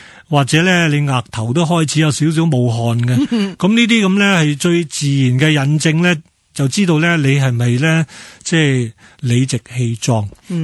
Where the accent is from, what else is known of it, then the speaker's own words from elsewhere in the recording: Hong Kong; first language Cantonese; 母语系我哋自己喺香港嘅一种身份认同啦，系咪讲广东话由小到大。